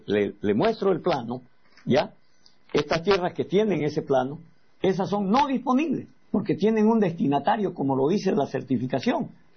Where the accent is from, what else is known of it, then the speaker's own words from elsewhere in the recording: Bolivia; ¿será que yo no soy boliviano?